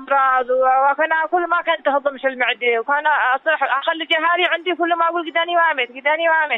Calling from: Sanaa, Amanat Al Asimah, Yemen; من صنعاء، من هنا

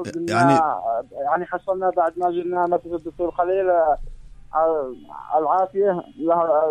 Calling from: Dhamar, Yemen; من أهالي دمار مدينة جبل الشرق قرية بني نشوان محل الحصبي

